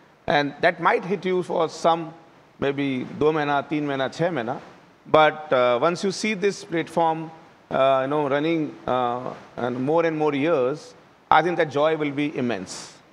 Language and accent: English; Rajasthan, India; like I am from Rajasthan, right? And Rajasthan population is close to 8 crore.